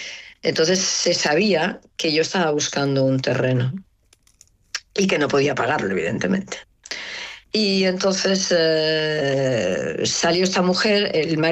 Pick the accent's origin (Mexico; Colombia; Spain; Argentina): Spain; Barcelona, Catalonia; la primera vez que salí de Barcelona, conocí a una persona que jamás, como urbanita, jamás había conocido a nadie que fuera propietario de una montaña.